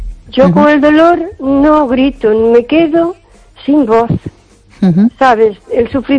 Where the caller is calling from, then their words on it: O Carballiño, Galicia, Spain; de Carballiño.